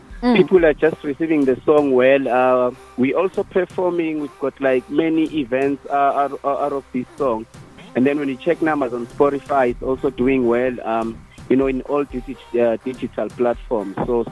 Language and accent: English; Durban, KwaZulu-Natal, South Africa; because we are from Durban